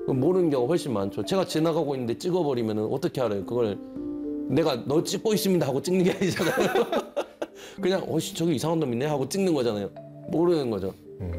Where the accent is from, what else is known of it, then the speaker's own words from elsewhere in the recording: South Jeolla, South Korea; 제가 전라남도 사람이잖아요.